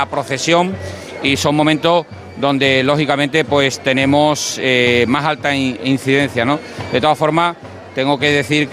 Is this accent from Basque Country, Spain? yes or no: no; Jerez de la Frontera, Andalusia, Spain